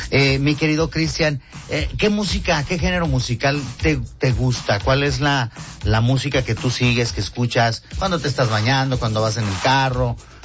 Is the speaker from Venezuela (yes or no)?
no; Mexico; yo creo que sí es una obligación como mexicanos